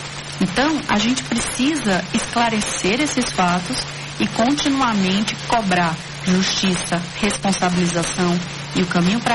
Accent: Paraíba, Brazil; moved away as an adult; also born or lived in Rio Grande do Sul / São Paulo; filha, por que você tanto estuda? Porque eu saí da Paraíba, fui fazer mestrado no interior do Rio Grande do Sul, depois doutorado de São Paulo, saí rodando.

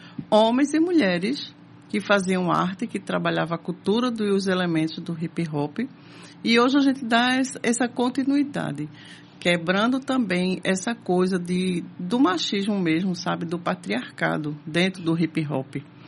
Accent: Brazil; sou brasileira

